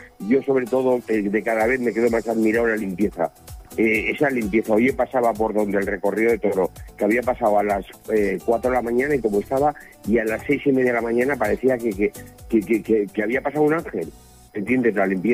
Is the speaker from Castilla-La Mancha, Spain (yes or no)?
no; Pamplona, Navarre, Spain; estéis invitados a mi tierra. Los Sanfermines no solamente son 7 días